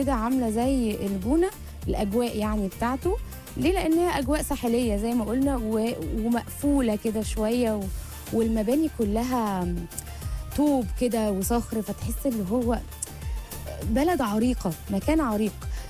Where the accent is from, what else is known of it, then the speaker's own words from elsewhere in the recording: Egypt; احنا كمصريين